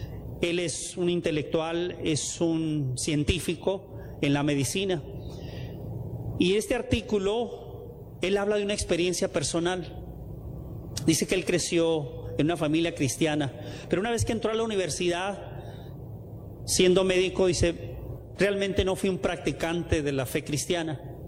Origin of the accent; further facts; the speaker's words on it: Tijuana, Baja California, Mexico; Pues no le fue tan mal al bolerito de Tijuana